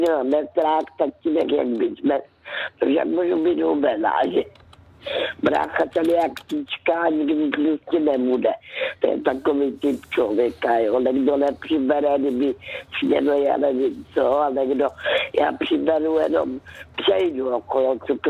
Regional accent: Karolínka, Zlín Region, Czechia; já jsem dcerka z Valašska, která se narodila v Karolínce, kde je hrozně pěkné, aspoň mi se tam vždycky líbilo. To není daleko od Vizoviče.

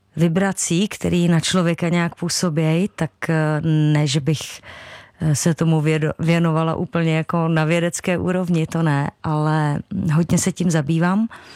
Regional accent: Hradec Králové, Hradec Králové Region, Czechia; moved away; jsme rodáci z Hradce Králové, včetně mě.

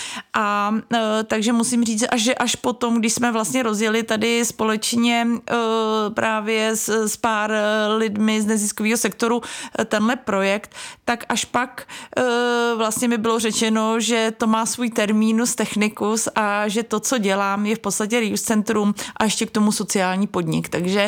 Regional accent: České Budějovice, South Bohemian Region, Czechia; najednou mi přišlo zajímavější budovat nebo přinést do Českých Budějovic, což je moje rodné město, službu nebo nabídku věcí

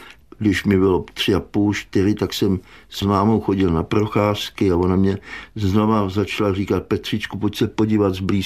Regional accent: Velký Šenov, Ústí nad Labem Region, Czechia; born there; Narodil jsem se ve Velkém Šenově, to je Šluknovský výběžek.

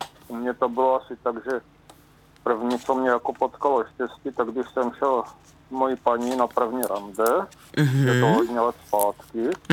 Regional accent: Olomouc, Olomouc Region, Czechia; Já jsem se modlil, já jsem věřící člověk, z Olomouce.

